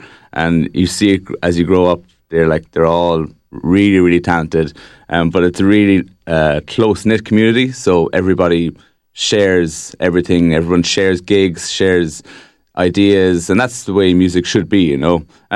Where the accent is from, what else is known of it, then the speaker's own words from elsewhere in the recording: Clonmel, Munster, Ireland; now in Youghal, Ireland; I'm originally from Clonmel, and I hold Clonmel in very high regard